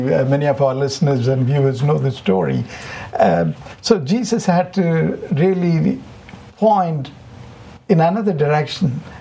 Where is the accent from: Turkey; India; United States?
India; While growing up in India, after every prayer, we repeated the first three verses of Psalm 103.